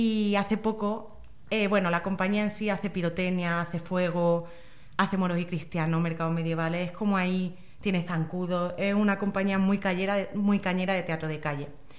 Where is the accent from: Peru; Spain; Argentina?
Spain; Villena, Valencian Community; En Villena, no sé si será porque soy de Villena y no soy objetiva